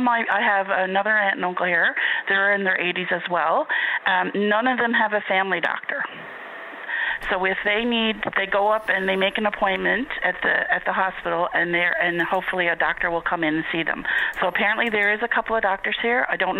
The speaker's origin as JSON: {"language": "English", "town": "Wabush", "region": "Newfoundland and Labrador", "country": "Canada", "tie": "born or raised there", "said": "I grew up in Wabash myself. I mean, it was a lovely town. I had a great life."}